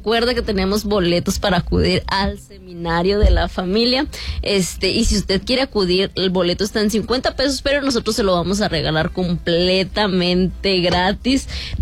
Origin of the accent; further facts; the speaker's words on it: Mexico; porque pues como buenos mexicanos andamos todos de última hora.